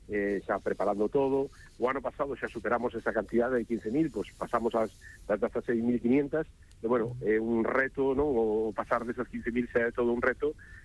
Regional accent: Cambados, Galicia, Spain; eu son de Cambados, ainda que non solo decir porque non me gusta presumir, pero son de Cambados

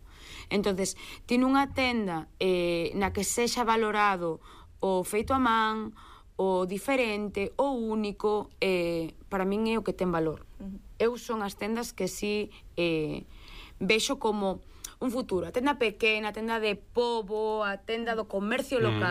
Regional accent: Pazos de Borbén, Galicia, Spain; Eu son de Pazos de Borbén.

